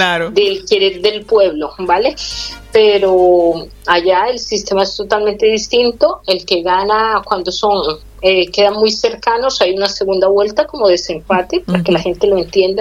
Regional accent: Colombia; now in Las Palmas de Gran Canaria, Spain; me atrevo a decirlo porque pues soy de origen colombiano

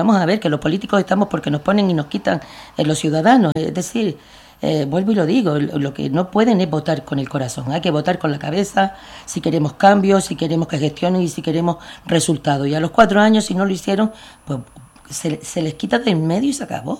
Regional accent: Santa Brígida, Canary Islands, Spain; born there; yo estoy en Santa Brígida, es decir, yo me he presentado en Santa Brígida, que donde el pueblo que me vio nacer.

